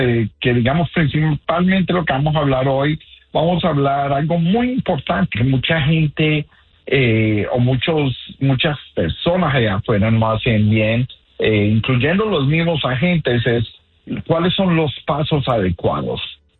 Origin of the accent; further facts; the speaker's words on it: Colombia; now in United States; soy originalmente de Colombia, Sudamérica.